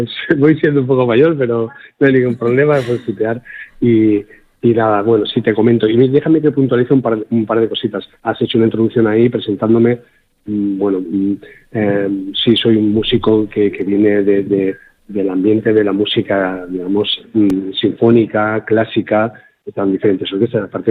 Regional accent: Valencian Community, Spain; moved away as an adult; now in Andalusia, Spain; Soy valenciano, pero soy más casi andaluz-valenciano, porque llevo más tiempo en Andalucía que en la tierra en la que nací y me formé como músico, ¿no?

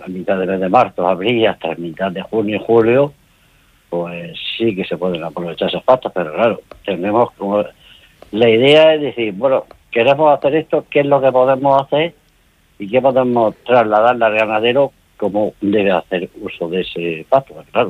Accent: Andalusia, Spain; moved away; Yo provengo de la zona de Andalucía.

